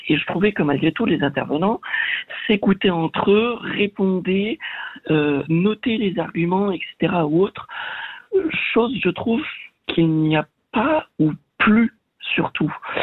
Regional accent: Southwest France, France; C'est-à-dire que je viens du sud-ouest de la France, on a quand même une langue dans le sud-ouest de la France, qui s'appelle l'occitan.

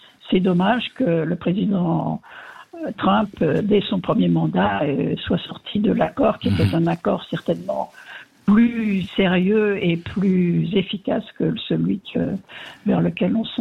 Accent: France; also born or lived in Paris; now in Rome, Italy; J'ai vécu dans beaucoup de capitales. Je suis française. Je vis à Rome et j'ai vécu à Paris. J'ai vécu dans d'autres capitales du monde.

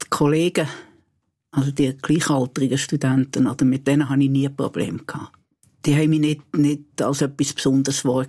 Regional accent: Solothurn, Switzerland; Ich bin zwar nicht Berner, ich bin Solothurner

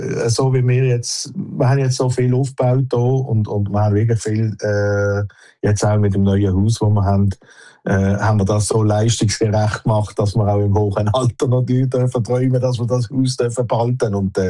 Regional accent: Switzerland; weil ich bin halt Schweizer und ich kann nicht aufgeben

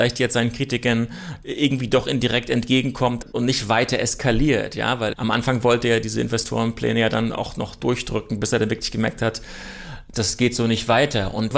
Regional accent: Germany

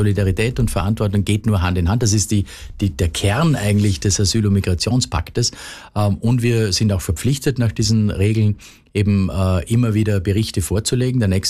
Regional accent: Vorarlberg, Austria; ich bin an der Schengen-Außengrenze eigentlich aufgewachsen, an der Grenze zur Schweiz

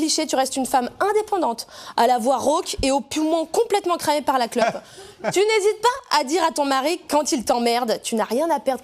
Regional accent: Monthey, Valais, Switzerland; moved away as an adult; Je suis valaisanne, voilà, je vous le dis. Moi, j'ai grandi à Monté jusqu'à mes 18 ans.

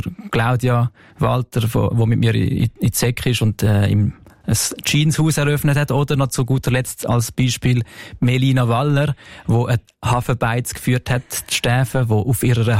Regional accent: Zurich, Switzerland; ich habe den Song geschrieben über meinen Heimatort

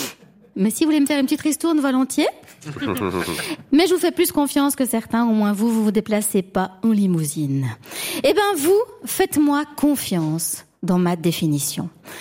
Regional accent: Vaud, Switzerland; Et puis surtout, je suis vaudoise. Mais enfin... on ne se ment pas entre compatriotes.

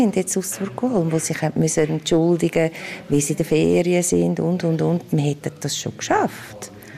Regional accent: Switzerland; Es ist aber mein Recht als Bürgerin oder als Schweizerin, dass ich meine Rechte weiter verfolge.

